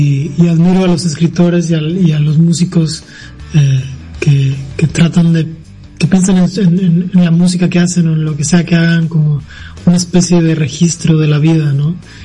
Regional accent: Veracruz, Mexico; Yo vengo de Veracruz

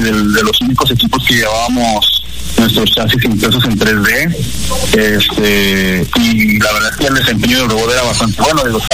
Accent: Nuevo Laredo, Tamaulipas, Mexico; venimos de Tamaulipas, venimos de Nuevo Laredo

